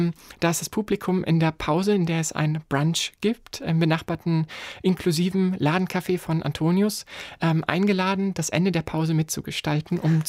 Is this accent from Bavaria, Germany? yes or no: no; Fulda, Hesse, Germany; born or raised there